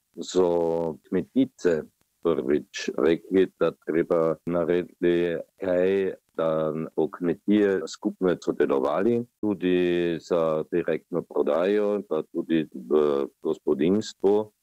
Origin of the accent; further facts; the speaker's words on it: Vienna, Austria; born there; Slovenian is a second language; jaz nisem koroški Slovenec, jaz sem rojen v Dunaju, ampak sem se učil slovenščino malo.